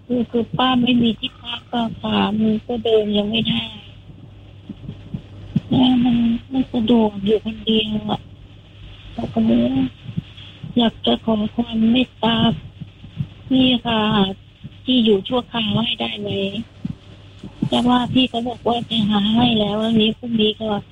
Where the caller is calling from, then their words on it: Bangkok, Thailand; อยู่กรุงเทพ